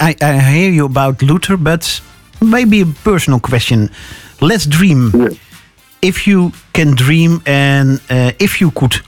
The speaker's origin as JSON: {"language": "English", "region": "North Holland", "country": "Netherlands", "tie": "born or raised there", "said": "we grew up in Amsterdam's area with disco, funk, and soul in the 80s. So we now in between 50 and 60 years old."}